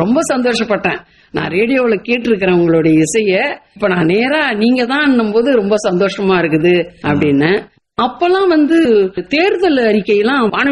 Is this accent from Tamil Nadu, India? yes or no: no; Puducherry, India; நான் வந்து புதுச்சேரி மாநிலத்தை சேர்ந்தவங்க சார்.